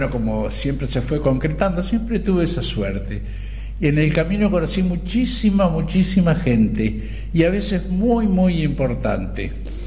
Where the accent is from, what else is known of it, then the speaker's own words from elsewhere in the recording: Argentina; No, soy argentino